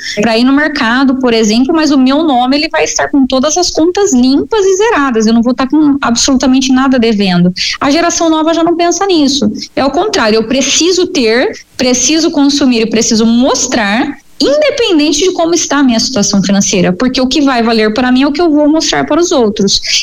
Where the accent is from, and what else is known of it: Brazil